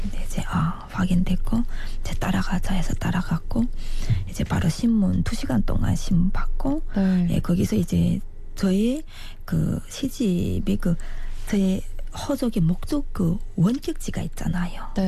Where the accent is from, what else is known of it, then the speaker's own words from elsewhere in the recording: North Korea; 그래서 제가 북한 사람이다 이렇게 인정했어요.